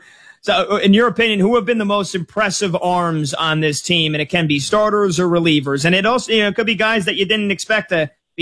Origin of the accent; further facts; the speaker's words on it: New Jersey, United States; I'm in New Jersey. I grew up in New Jersey.